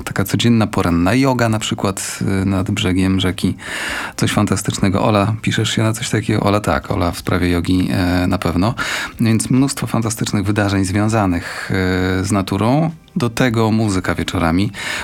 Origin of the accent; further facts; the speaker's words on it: Warmian-Masurian Voivodeship, Poland; Mazury to moje życie. Tu dorastałem i po studiach wróciłem i lubię to, skąd jestem. To moja mała ojczyzna.